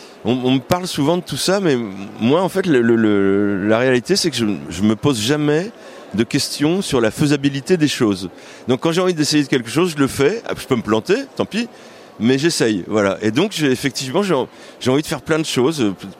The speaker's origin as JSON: {"language": "French", "town": "Châteauroux", "region": "Centre-Val de Loire", "country": "France", "tie": "born there", "said": "Mais en plus, je suis né à Châteauroux, donc ça fait plaisir."}